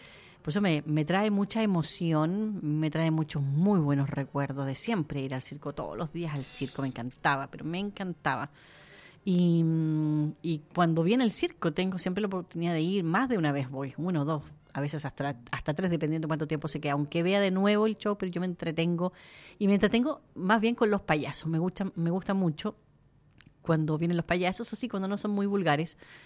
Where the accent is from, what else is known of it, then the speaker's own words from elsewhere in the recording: Lanco, Los Ríos, Chile; moved away; cuando yo vivía en Lanco. Ahí nací, en Lanco.